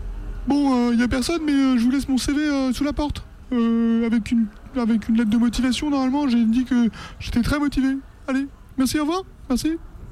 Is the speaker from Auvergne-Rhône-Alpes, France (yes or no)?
yes; Clermont-Ferrand, Auvergne-Rhône-Alpes, France; je viens de Clermont-Ferrand, clairement pas de taf.